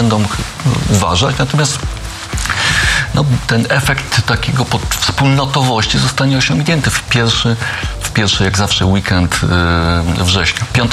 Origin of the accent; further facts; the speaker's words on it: Kraków, Lesser Poland, Poland; Nie z południa, z Krakowa. No nie, jestem z Pufcia Zwierzynieckiego, z Krakowa, no jasne.